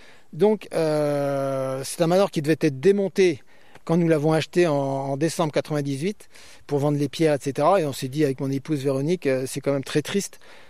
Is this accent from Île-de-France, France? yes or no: yes; Paris, Île-de-France, France; born there; moi je suis né à Paris, parce que mon père travaillait à Paris aux arts décoratifs, etc.